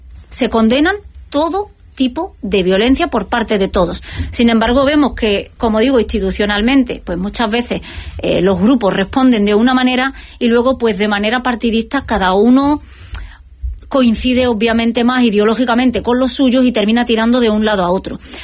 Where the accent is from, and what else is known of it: Ceuta, Spain